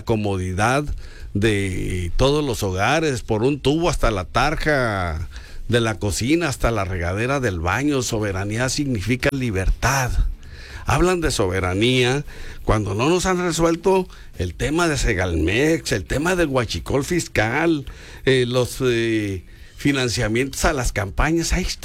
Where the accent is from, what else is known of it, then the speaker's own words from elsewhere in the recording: Mexico; si es como mexicanos, las merecemos todos